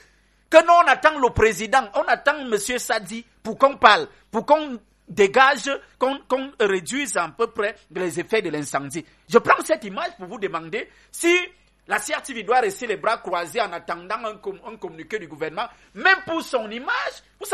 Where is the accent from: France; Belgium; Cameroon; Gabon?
Cameroon; Nous faisons partie de ceux des Camerounais, en tant que journalistes